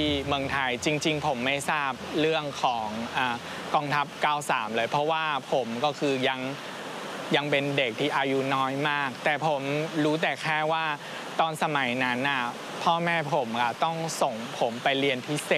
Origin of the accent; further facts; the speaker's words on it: Taoyuan, Taiwan; Thai is a second language; ที่บ้านผมอยู่ที่ไต้หวันคือตั้งอยู่ในเมืองเถาหยวน